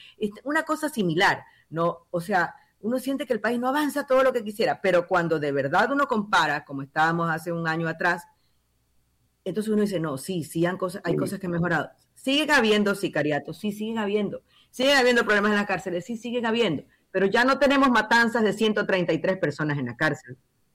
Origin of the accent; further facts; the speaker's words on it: Ecuador; a veces uno siente como ecuatoriano que tiene que vérselas con la diaria lucha